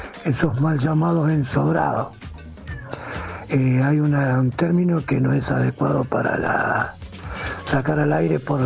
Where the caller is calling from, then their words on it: Glew, Buenos Aires Province, Argentina; de Glebo.